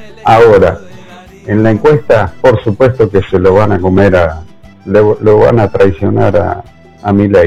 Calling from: Morón, Buenos Aires Province, Argentina; de Morón.

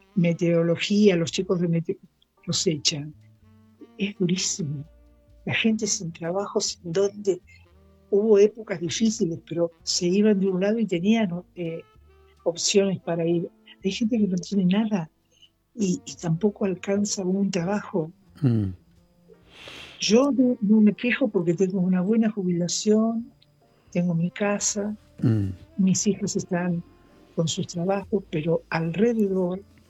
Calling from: La Plata, Buenos Aires Province, Argentina; Yo vivo en Tolosa, cerquita de donde vivía Cristina y su mamá, a dos cuadras. Es un barrio muy lindo, Tolosa, histórico.

